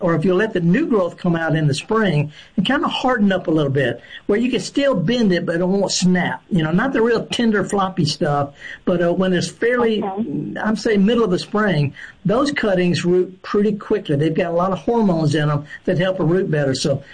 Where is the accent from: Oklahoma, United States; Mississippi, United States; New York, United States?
Mississippi, United States; If you're in Mississippi in the summertime, I'm from the Delta